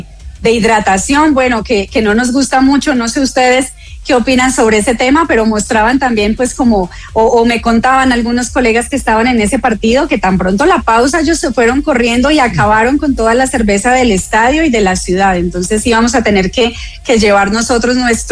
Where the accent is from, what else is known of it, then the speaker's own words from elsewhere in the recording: Colombia; Para nosotros, por ejemplo, como colombianos, sufrimos un par de eliminatorias